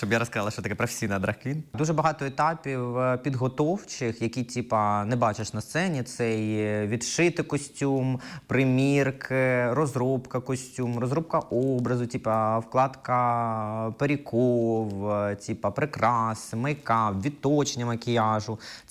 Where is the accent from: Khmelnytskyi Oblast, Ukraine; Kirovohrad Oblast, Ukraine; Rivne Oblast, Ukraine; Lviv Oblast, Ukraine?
Kirovohrad Oblast, Ukraine; Kropyvnytskyi; Ні, я з Кропивницького.